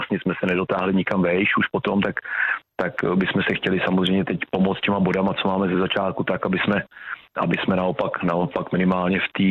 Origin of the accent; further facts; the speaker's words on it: Prague, Czechia; moved away; když jsem byl, řeknu, malý, tak jsem původem z Prahy